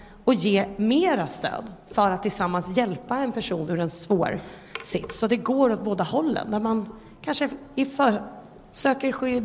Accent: Solna, Stockholm County, Sweden; i Solna, i min hemstad

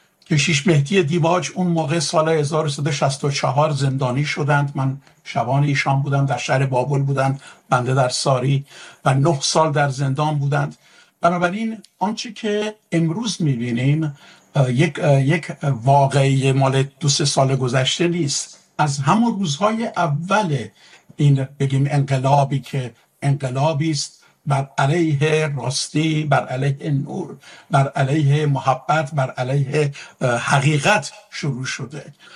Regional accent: Iran; born there; moved away as an adult; also born or lived in Armenia / Turkey; گفتم من ایرانیم، اینجا به دنیا آمدم، زمان جنگ خدمت کردم.

